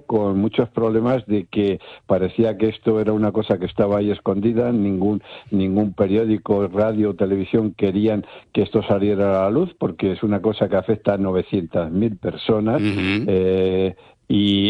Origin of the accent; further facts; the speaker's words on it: Spain; porque todos somos españoles